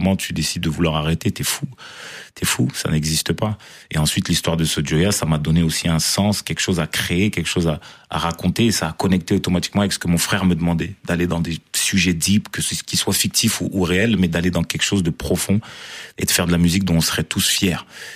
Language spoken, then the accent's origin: French; Marseille, Provence-Alpes-Côte d'Azur, France; born there; Moi, je suis né quand même en 1996, je suis né à Marseille